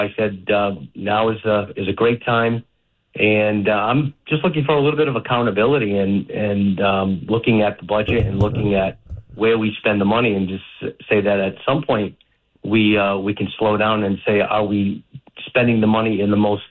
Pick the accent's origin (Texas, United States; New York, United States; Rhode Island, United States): Rhode Island, United States; North Providence; now in Narragansett, United States; I'm from North Providence originally, but I've been down here since 1989